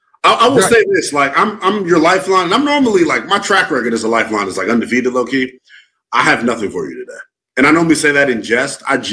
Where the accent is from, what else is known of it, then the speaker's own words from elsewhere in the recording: Maryland, United States; I'm from Maryland. I'm not from the Six.